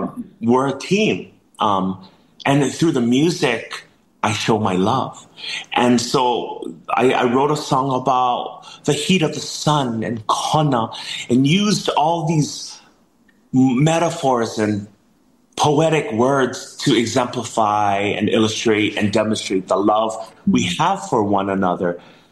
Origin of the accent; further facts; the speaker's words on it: Hilo, Hawaii, United States; also born or lived in Kona, Hawaii; now in Maui, United States; Hilo, my hometown, is drenched, rainy, moldy, right? And Hilo's the capital of hula, Mary Mauna Kula Festival.